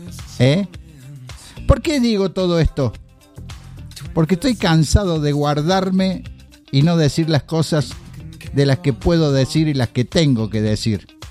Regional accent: Córdoba, Argentina; born there; now in Huerta Grande, Argentina; Quiero decirles que soy nacido en la ciudad de Córdoba, más precisamente en Alta Córdoba. Más cordobés no puedo ser.

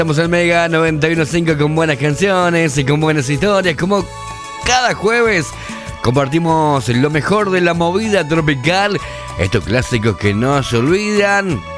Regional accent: Concordia, Entre Ríos, Argentina; moved away as an adult; now in Italy; Acabo de llegar de Italia. Soy de Concordia, pero hace más de 20 años que vivo en Italia. Voy por ahí cuando puedo, vuelvo para Concordia, pero ya soy casi italiano.

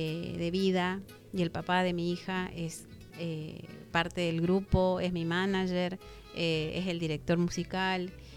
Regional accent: Reconquista, Santa Fe, Argentina; Extraño mi tierra, extraño mi gente. Por eso vivo en Reconquista.

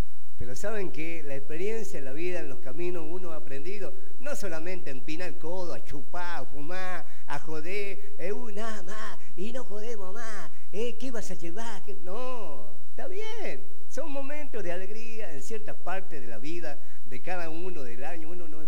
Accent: Argentina; Así que le voy a decir simplemente que es mi nobleza, como hombre, como argentino. Yo conozco mi patria

